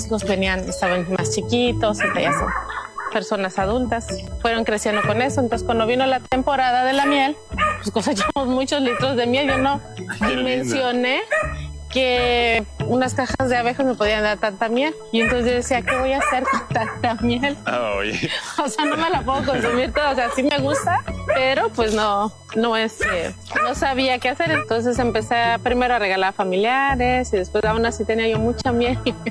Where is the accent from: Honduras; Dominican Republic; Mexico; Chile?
Mexico; Playa del Carmen, Quintana Roo; porque aparte somos nativos de Playa del Carmen, pues todo el mundo nos conoce y todo el mundo nos recomienda.